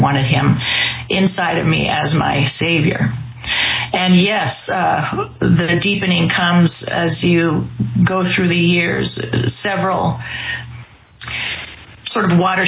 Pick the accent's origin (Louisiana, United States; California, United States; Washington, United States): Washington, United States; Yakima; also born or lived in Eugene; I grew up in Central Washington State in a town called Yakima. I was born in Eugene, and then the family moved just a few weeks after that.